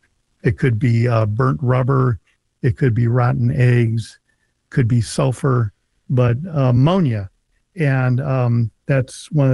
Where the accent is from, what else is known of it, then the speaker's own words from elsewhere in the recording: Illinois, United States; I'm from Illinois.